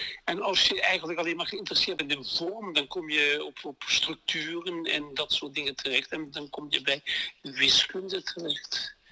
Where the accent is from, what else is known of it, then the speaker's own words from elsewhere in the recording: Maastricht, Limburg, Netherlands; born there; En heel lang geleden ben ik geboren in Maastricht.